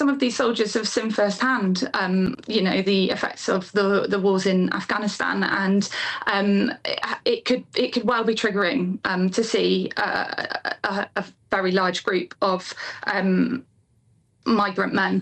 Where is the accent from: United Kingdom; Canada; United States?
United Kingdom; Ambrosden, South East England; Yeah, so I grew up in Ambrosden, which is where my parents live. It's one of the neighbouring villages to the site. It's a it's where military personnel live.